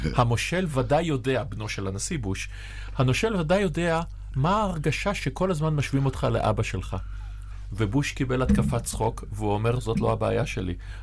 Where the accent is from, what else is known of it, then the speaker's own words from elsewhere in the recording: Haifa, Haifa District, Israel; ואני גדלתי בחיפה, שזה אומנם הכרמל